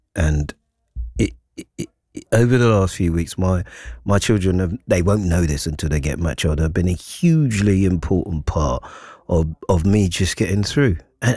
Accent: London, United Kingdom; right opposite where I was brought up on the Kingsmead Estate.

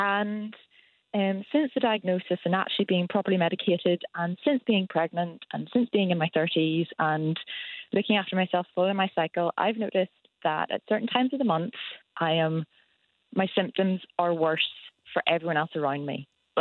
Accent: Belfast, Northern Ireland, United Kingdom; born or raised there; now in Aberdeenshire, United Kingdom

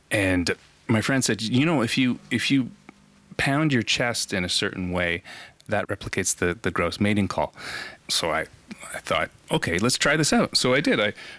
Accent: Ontario, Canada; also born or lived in Thunder Bay, Ontario; I play the double bass with … we're from Ontario, Canada.

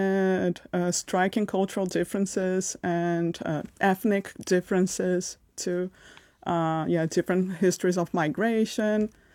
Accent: Amazon, Brazil; also born or lived in Manchester; now in London, United Kingdom; while I was growing up in the Brazilian Amazon.

